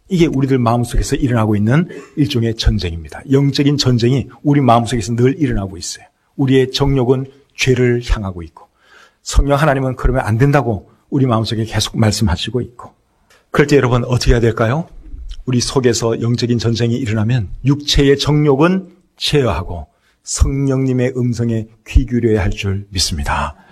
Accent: South Korea; 지금은 우리가 대한민국 사람으로서 대한민국 시민권을 가지고 대한민국에서 살고 있지만

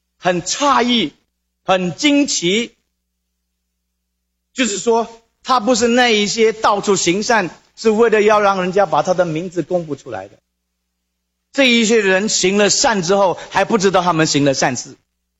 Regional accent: China; now in United States; 可能你跟我一样，我们是中国人，只要不做坏事情就好了。

